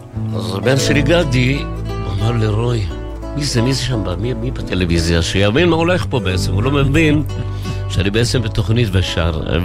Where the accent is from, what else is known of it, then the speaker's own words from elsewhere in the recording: Ramat HaSharon, Tel Aviv District, Israel; אני נולדתי במורשה ברמת השלום.